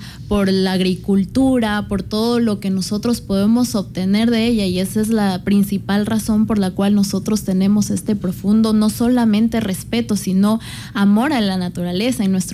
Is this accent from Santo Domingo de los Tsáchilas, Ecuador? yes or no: yes; Santo Domingo de los Tsáchilas, Ecuador